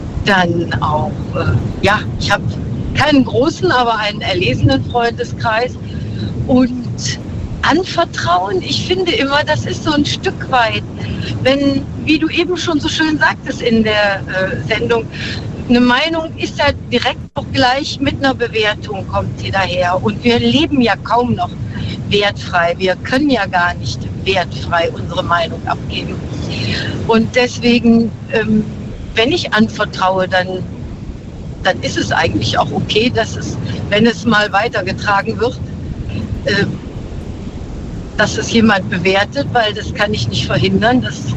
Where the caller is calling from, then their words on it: Stuttgart, Baden-Württemberg, Germany; Ich komme aus Stuttgart gerade.